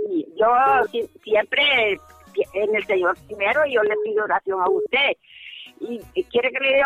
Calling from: Juticalpa, Olancho, Honduras; yo le estoy llamando de Rancho Quemado, Juticalpa.

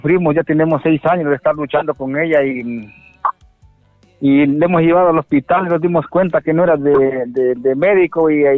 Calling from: Marcala, La Paz, Honduras; La estoy llamando de aquí, Marcala, La Paz.

